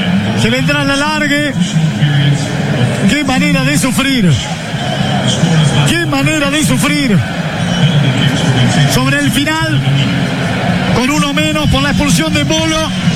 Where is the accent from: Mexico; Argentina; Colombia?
Argentina; Somos argentinos y nacimos para sufrir